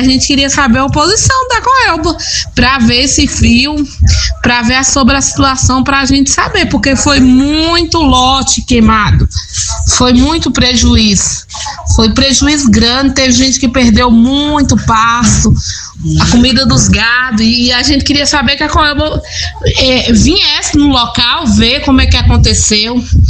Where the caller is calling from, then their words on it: Bahia, Brazil; Nós somos aqui da Agrovila 8.